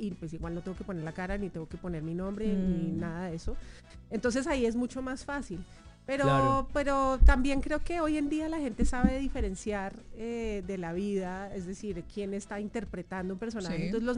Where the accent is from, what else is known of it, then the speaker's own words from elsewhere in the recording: Soacha, Cundinamarca, Colombia; soy la hindú de Soacha